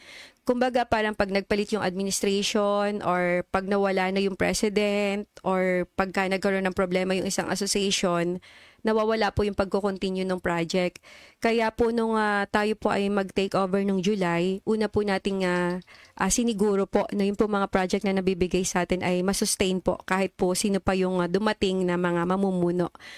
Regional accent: Alabat, Calabarzon, Philippines

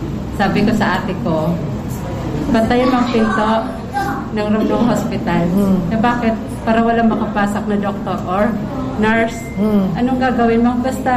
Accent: Pinamalayan, Oriental Mindoro, Philippines; Pinamalayan.

